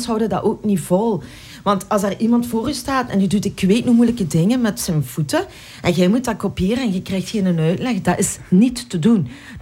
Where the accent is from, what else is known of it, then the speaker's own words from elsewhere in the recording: Lillo, Flanders, Belgium; first language Spanish; moved away as an adult; En ik kwam uit Lilo. Middle of nowhere.